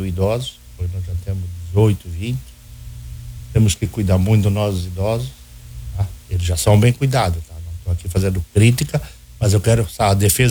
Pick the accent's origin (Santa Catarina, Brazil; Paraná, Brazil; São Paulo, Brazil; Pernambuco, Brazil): Santa Catarina, Brazil; Camboriú; born there; now in Balneário Camboriú, Brazil; eu nasci em Camboriú, moro no bairro dos Estados e hoje moro em Balneário Camboriú.